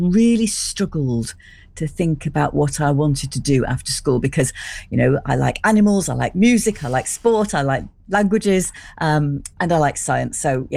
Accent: Sheffield, Yorkshire and the Humber, United Kingdom; I grew up in Sheffield.

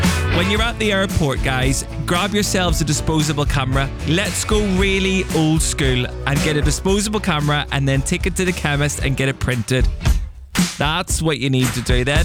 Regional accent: Market Harborough, East Midlands, United Kingdom; Lots of love from Becky and Callum from Market Harborough. Oh, I'm so jealous. My home country.

